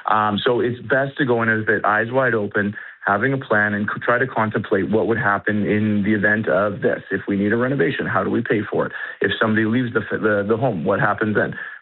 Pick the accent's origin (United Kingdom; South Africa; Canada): Canada; one of the nice benefits of being Canadian is